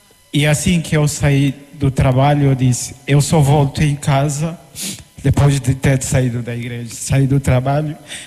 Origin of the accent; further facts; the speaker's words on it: Angola; now in Amadora, Portugal; É que a princípio estou cá sozinho, vim da Angola. Sou estudante universitário e estou na faculdade de Direito.